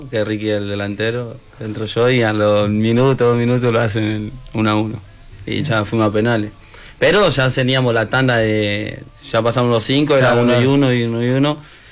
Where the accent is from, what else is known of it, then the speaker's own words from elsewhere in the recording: Isla Maciel, Buenos Aires Province, Argentina; born there; also born or lived in Sarandí; Soy acá de la isla Maciel, nací en 1996, 30 de noviembre. Nací en Jaramillo, digo, para aquellos lados.